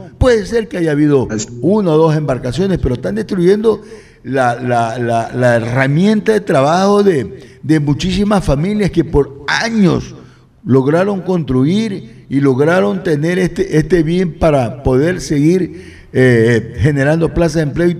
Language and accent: Spanish; Ecuador; Y nosotros, como ecuatorianos, debemos creerle a los ecuatorianos.